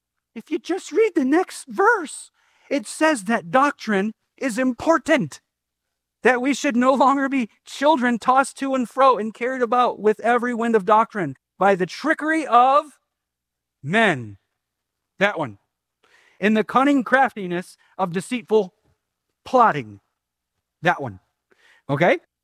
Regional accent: Cleveland, Ohio, United States; I proudly say I am from Cleveland.

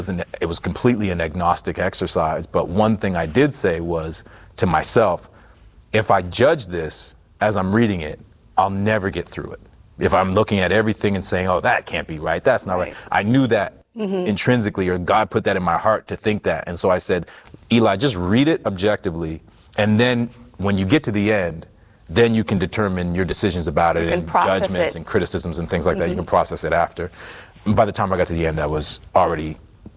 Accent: Halifax, Nova Scotia, Canada; And I got a show that was shooting in my hometown of Halifax, and it was a show about a gospel choir, again, Providence.

